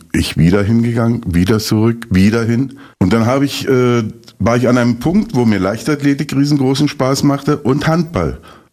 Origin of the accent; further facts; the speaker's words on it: Eisenhüttenstadt, Brandenburg, Germany; Eisenhüttenstadt, Breslak gut, wo ich aufgewachsen bin als Stift, war schon eine sehr spezielle Geschichte.